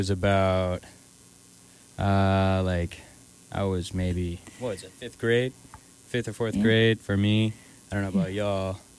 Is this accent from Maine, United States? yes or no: yes; Maine, United States; I'm from the Southern Maine area as well